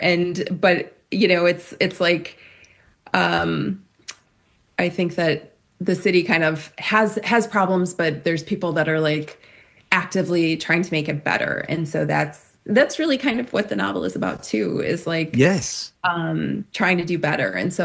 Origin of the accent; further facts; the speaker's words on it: Rockford, Illinois, United States; the novel's set in Rockford, Illinois, and that is my hometown. It's where I live.